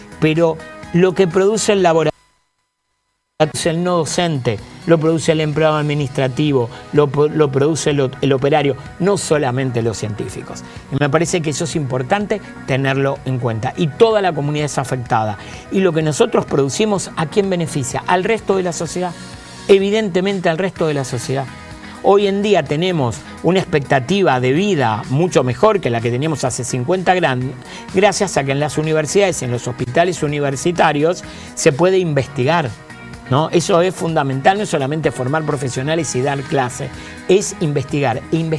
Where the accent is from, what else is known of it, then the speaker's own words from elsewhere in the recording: Argentina; yo estoy personalmente preocupado como ciudadano, como politólogo, como argentino, porque veo un enorme retroceso en esa pequeña y humilde democracia que habíamos podido construir.